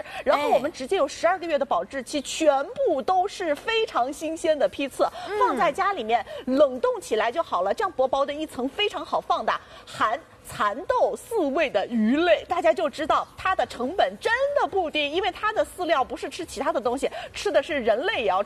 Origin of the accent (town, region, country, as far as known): Shanghai, China